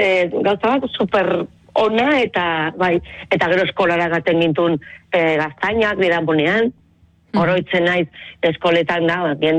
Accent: Elizondo, Navarre, Spain; born there

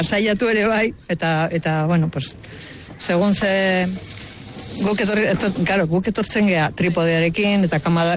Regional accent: Errenteria, Basque Country, Spain; ni errenterian jaio naiz.

